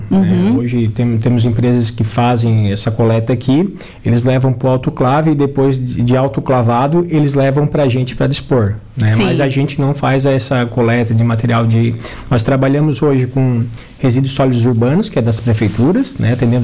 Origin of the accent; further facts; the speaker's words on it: Araranguá, Santa Catarina, Brazil; Eu sou de Araranguá, eu trabalho lá, mas eu sou aqui de Araranguá